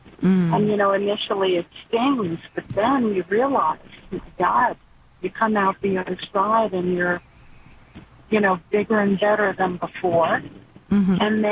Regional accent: New York, United States; We're really from Westchester County, New York, but it's a gorgeous area

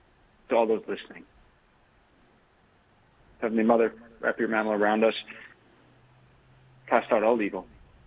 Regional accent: Dickinson, North Dakota, United States; I grew up in Dickinson, Trinity School, all my life.

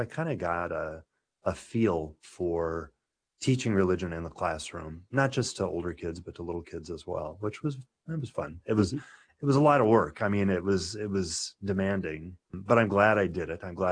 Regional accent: Nebraska, United States; Because I grew up in the Archdiocese of Omaha.

